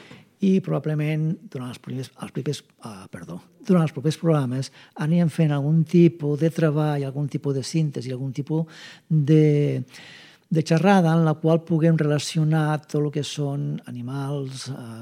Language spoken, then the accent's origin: Catalan; Lleida, Catalonia, Spain; i mira que sóc de Lleida, però no ho sabia